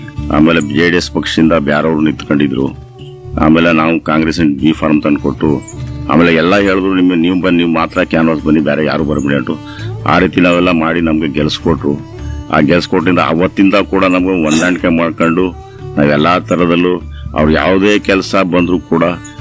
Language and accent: Kannada; Hecchu Matkere, Karnataka, India